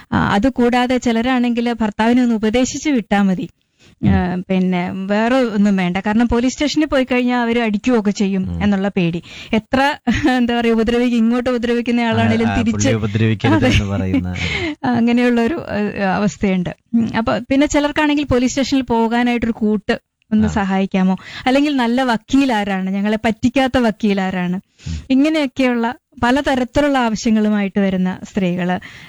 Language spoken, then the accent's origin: Malayalam; Kottayam, Kerala, India; now in Thiruvananthapuram, India; ഞാൻ കോട്ടയത്തു നിന്ന് തിരുവനന്തപുരത്ത് വന്ന് താമസിക്കുന്ന ആളാണ്.